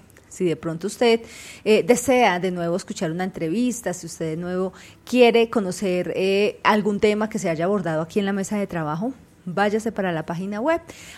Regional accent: Manizales, Caldas, Colombia; now in Bogotá, Colombia; resulta que cuando yo voy a Manizales, que es mi tierra

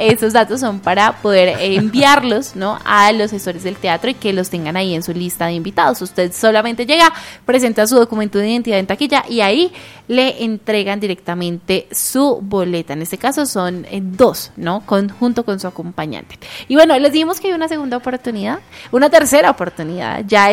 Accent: Antioquia, Colombia; para irse a reír un poquito de lo que somos como colombianos y también reflexionar un poco de nuestro país paisa, ¿no?

